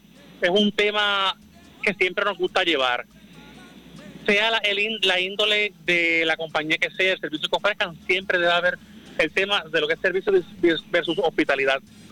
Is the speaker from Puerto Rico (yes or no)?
yes; Lajas, Puerto Rico; Lajas es mi pueblo.